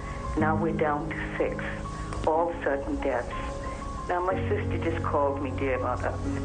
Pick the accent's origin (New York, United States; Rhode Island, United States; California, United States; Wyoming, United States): Rhode Island, United States; I'm from Rhode Island.